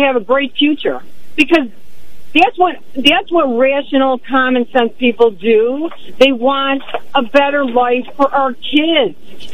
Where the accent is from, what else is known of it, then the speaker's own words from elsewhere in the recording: Chicago, Illinois, United States; I'm from Chicago.